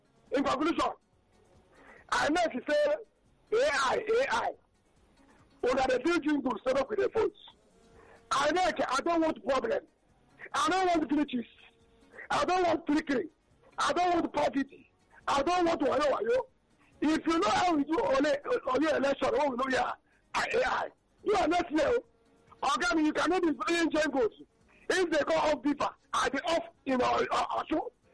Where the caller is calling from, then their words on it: Ota, Ogun, Nigeria; I'm calling from Orota.